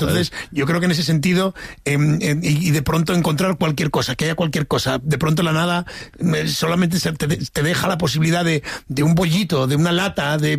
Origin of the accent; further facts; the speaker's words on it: Asturias, Spain; siendo asturiano